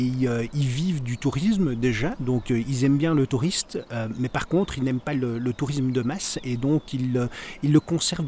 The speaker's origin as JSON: {"language": "French", "country": "Belgium", "lives_now": "Netherlands", "said": "mais je suis belge, hein, vous l'entendez, mais je travaille aux Pays-Bas"}